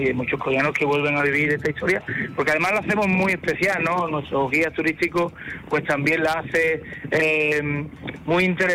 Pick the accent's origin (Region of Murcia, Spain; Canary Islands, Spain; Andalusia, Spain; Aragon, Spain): Andalusia, Spain; Coria del Río; somos muy coreanos